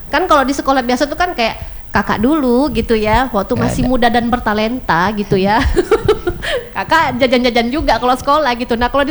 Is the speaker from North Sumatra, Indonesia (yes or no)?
yes; Medan, North Sumatra, Indonesia; kita orang Medan